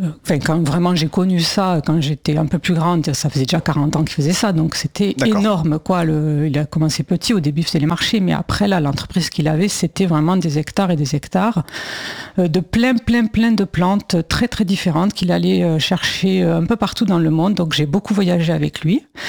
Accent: Occitanie, France; Donc, à l'âge de 5 ans, je suis allée... mes parents sont allés vivre dans le Gers. C'est pour ça que j'ai un accent.

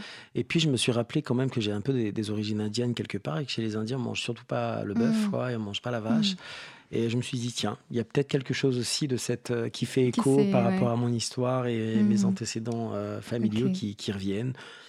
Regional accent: Réunion; now in France; Quand j'ai quitté La Réunion, je suis venu travailler en Île-de-France.

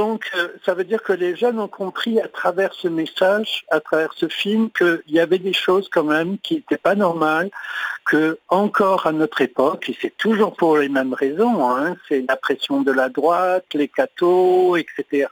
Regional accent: Agen, Nouvelle-Aquitaine, France; Du sud-ouest, moi je suis d'Agen, lui de Toulouse.

